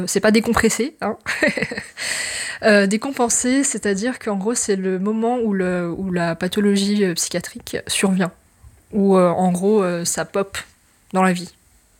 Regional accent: Auvergne-Rhône-Alpes, France; now in Grenoble, France; J'ai grandi en Haute-Savoie

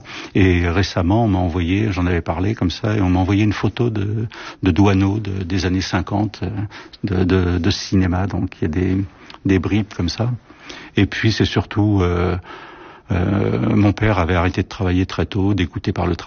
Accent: Saint-Denis, Île-de-France, France; born or raised there; also born or lived in Aubervilliers

